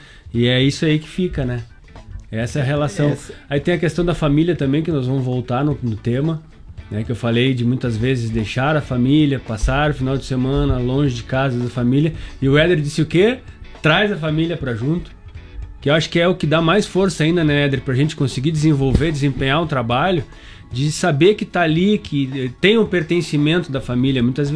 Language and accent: Portuguese; São Lourenço do Sul, Rio Grande do Sul, Brazil; moved away; lá na minha cidade, lá São Lourenço do Sul.